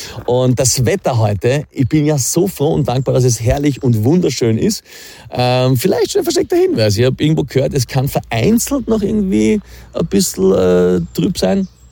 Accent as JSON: {"language": "German", "country": "Austria", "said": "es ist einfach so schön bei uns in Österreich und ich bin auch jetzt an einem wunderschönen Fleckerl."}